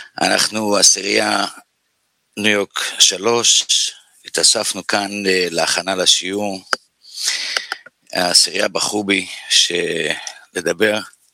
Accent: Bnei Brak, Tel Aviv District, Israel; now in New York, United States; גדלתי בבני ברק, שיקון ויז'ניץ, ממש בחצר ליד הרבש

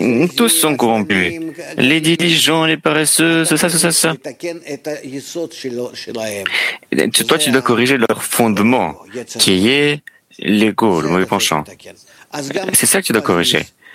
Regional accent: Israel

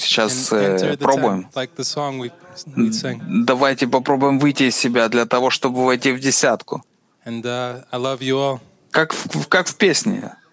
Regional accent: Beersheba, Southern District, Israel; Я по случаю из Бершевы. Я приехал со своими товарищами, не со всей десяткой.

